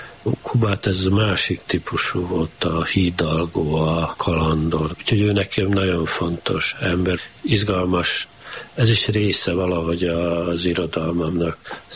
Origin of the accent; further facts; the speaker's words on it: Kanjiža, Vojvodina, Serbia; Mert Kanizsán volt az írótábor, és nyarantán az írók mindig Kanizsán voltak, tehát a szülővárosomba eljött a vajdasági irodalom